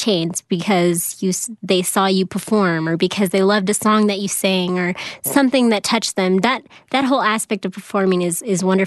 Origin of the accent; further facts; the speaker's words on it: Los Angeles, California, United States; also born or lived in Durango, Mexico; Well, I was actually born in Durango, Mexico. Hmm. And I grew up in Los Angeles area, and my mom's side of the family is all Mexican, and so I just grew up speaking Spanish with them